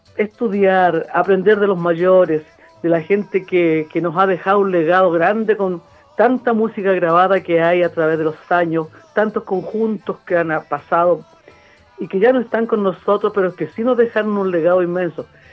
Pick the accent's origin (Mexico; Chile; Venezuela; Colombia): Chile; nosotros como chilenos